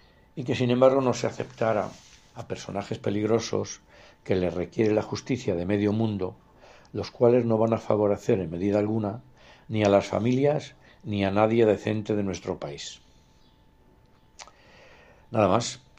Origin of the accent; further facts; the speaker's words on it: Spain; Lo que sí está claro es que hemos dado cobijo, como español, a un ejemplar poco recomendable